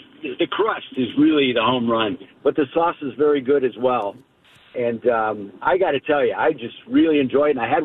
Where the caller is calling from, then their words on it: Chicago, Illinois, United States; I'm a Chicago guy